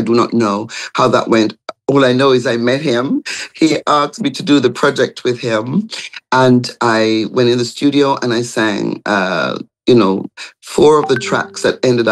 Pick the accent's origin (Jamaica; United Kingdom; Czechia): Jamaica; I am Jamaican in and out.